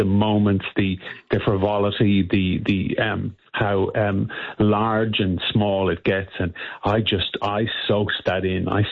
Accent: Ireland; moved away; I was a dancer growing up in Ireland.

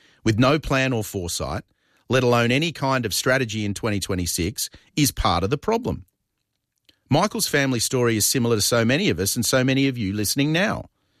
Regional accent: Australia; I encourage anyone to look into the process as an Australian of how hard it is to emigrate to the US

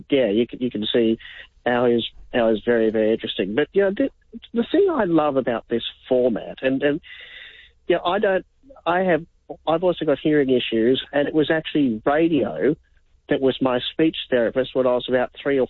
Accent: Kuala Lumpur, Malaysia; By the way, I'm Malaysian as well.

